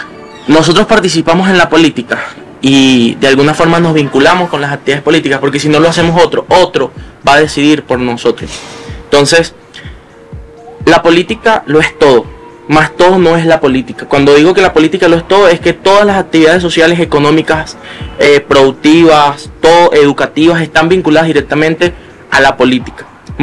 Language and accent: Spanish; Baruta, Miranda, Venezuela; Soy un joven venezolano. Soy un chamo de Hoyo de la Puerta. Eso queda ubicado en el municipio de Baruta, estado Miranda.